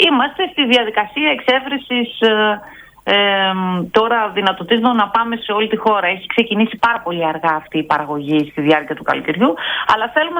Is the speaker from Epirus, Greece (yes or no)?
no; Veria, Central Macedonia, Greece; Εγώ κατάγομαι από τη Βέρεια.